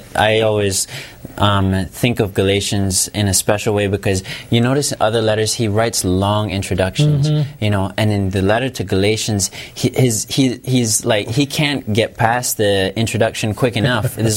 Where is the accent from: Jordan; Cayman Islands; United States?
Cayman Islands; I'm from the Cayman Islands.